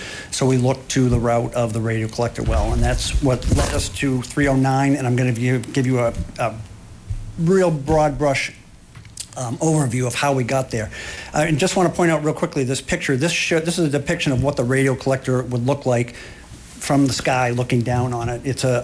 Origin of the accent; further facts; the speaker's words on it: Casco, Maine, United States; I'm from Casco, Maine.